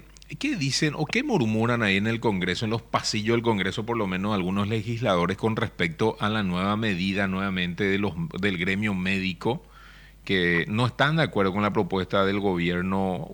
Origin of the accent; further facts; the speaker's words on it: Paraguay; somos tan paraguayos